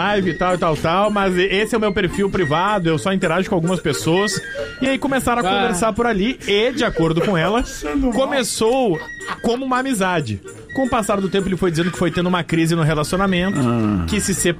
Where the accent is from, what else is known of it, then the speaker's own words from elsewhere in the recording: Torres, Rio Grande do Sul, Brazil; now in Porto Alegre, Brazil; sou de Torres, mas atualmente eu tô morando em Porto Alegre.